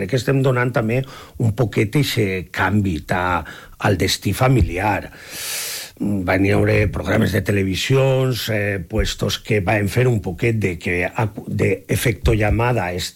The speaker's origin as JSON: {"language": "Catalan", "town": "Gandia", "region": "Valencian Community", "country": "Spain", "said": "Jo soc de Gandia i així no ho defenc."}